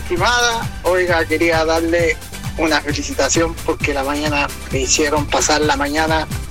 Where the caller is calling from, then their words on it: Arica, Arica y Parinacota, Chile; Y yo soy de Arica, sí, contarle que soy de Arica